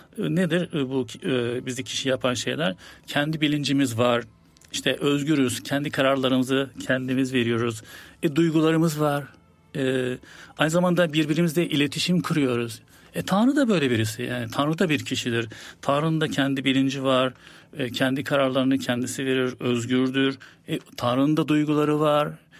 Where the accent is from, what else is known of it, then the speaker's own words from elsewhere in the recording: Istanbul, Turkey; Ben İstanbul doğumluyum. İstanbul'da doğup büyüdüm. Hayatımın çoğu yıllarını İstanbul'da geçirdim. Üniversiteyi de İstanbul'da okudum.